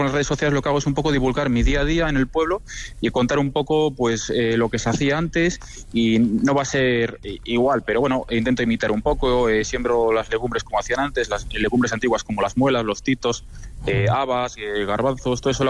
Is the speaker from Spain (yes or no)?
yes; Villalcázar de Sirga, Castile and León, Spain; yo vengo, tengo 27 años y vengo de un pueblo muy pequeñito de Tierra de Campos, de Palencia. Uh-huh. Se llama Villalcázar de Sirga.